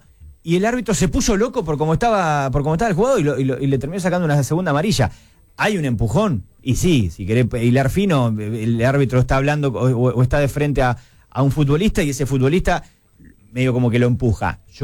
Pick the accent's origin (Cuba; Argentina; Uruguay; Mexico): Argentina